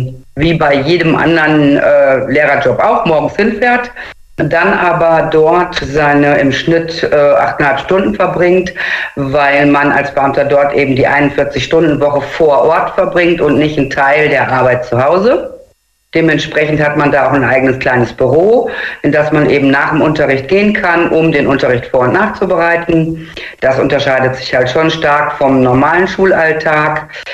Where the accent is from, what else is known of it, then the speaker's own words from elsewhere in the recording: Xanten, North Rhine-Westphalia, Germany; also born or lived in Münster; Ich bin in Münster geboren, in Xanten groß geworden, jetzt das 27. Mal umgezogen